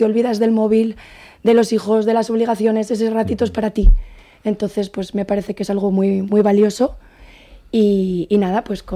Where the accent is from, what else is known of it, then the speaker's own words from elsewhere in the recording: La Rioja, Spain; moved away as an adult; also born or lived in Madrid / Buenos Aires; now in Sojuela, Spain; yo soy de La Rioja, llevaba 22 años fuera, pues con distintas profesiones, distintos estudios. Yo estudié aquí Ingeniería Técnica Agrícola en la Universidad de La Rioja.